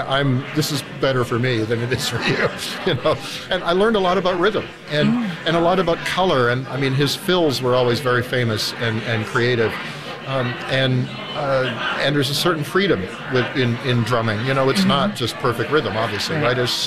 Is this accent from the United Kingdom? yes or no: no; Vancouver, British Columbia, Canada; I grew up in Vancouver